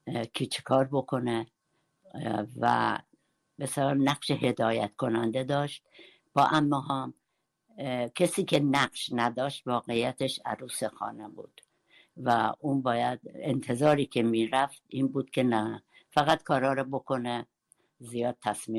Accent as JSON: {"language": "Persian", "town": "Urmia", "region": "West Azerbaijan", "country": "Iran", "tie": "born or raised there", "also_born_or_lived": "Solduz, Naqadeh County", "first_language": "Kurdish", "second_language": "Persian", "said": "در شهر ارومیه بزرگ شدم، همونجا درس خوندم، هم دبستان و هم دبیرستان. البته من کلاس اول رو یکمی زودتر از بقیه شروع کردم، دلیلش هم این بود که زبان فارسی بلد نبودم. ما خونه کردی حرف می زدیم"}